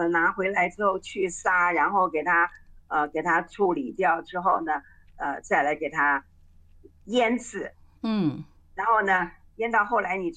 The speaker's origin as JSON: {"language": "Chinese", "country": "Taiwan", "said": "就像我们台湾人吃的这个那个什么，仙草，"}